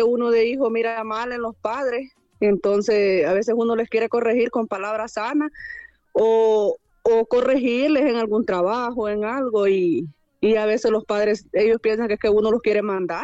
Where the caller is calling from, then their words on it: Olancho, Honduras; De aquí de Olancho.